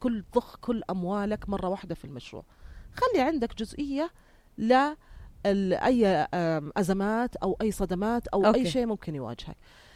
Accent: Jordan; إحنا عندنا في الأردن

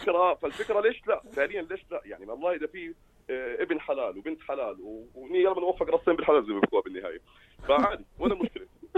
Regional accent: Aqaba, Aqaba Governorate, Jordan; now in Amman, Jordan; حتى عائلتي مقيمين بالعقبة بالمناسبة، وأنا ابن العقبة

